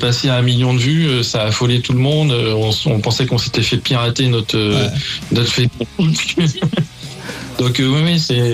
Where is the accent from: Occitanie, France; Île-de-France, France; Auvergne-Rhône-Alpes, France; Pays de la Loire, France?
Pays de la Loire, France; Clisson; on n'est pas surpris quand on dit on vient de Clisson et qu'on nous répond Hellfest